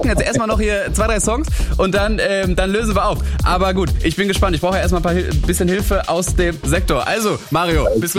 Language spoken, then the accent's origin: German; Dortmund, North Rhine-Westphalia, Germany; Ich als Dortmunder trete an gegen 1 Live-Hörer Mario aus Bottrop.